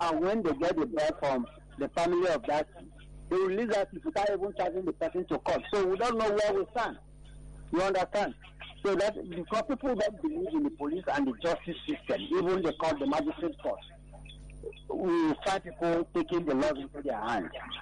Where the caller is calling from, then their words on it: Ikorodu, Lagos, Nigeria; I'm calling from Abanja in Ikorodu.